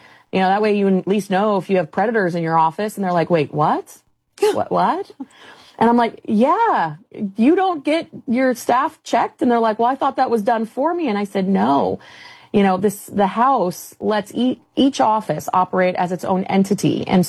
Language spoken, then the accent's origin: English; Florida, United States; I mean, heck, in my home state of Florida